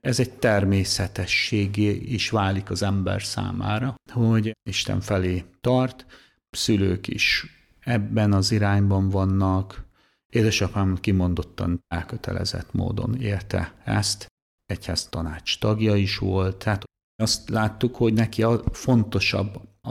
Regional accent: Pécel, Pest, Hungary; Pécelről számozom, ott nevelkedtem.

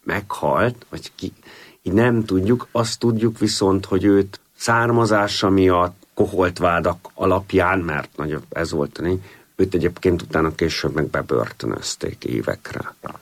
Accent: Hungary; also born or lived in West Germany; Én magam egyébként Magyarországon nőttem föl, Pannonhalmán érettségiztem, utána Nyugat-Németországban sikerült családi kapcsolatokon keresztül tanulnom. 2004-ben visszajöttünk

